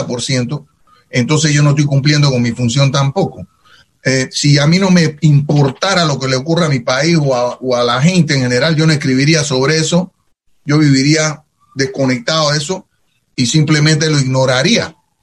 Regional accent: Panama; moved away; Eso fue lo que me hizo a mí fuerte cuando yo salí de Panamá y llegué a Nueva York

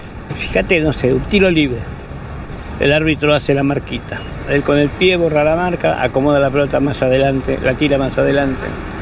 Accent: Argentina; Como argentino me da vergüenza.

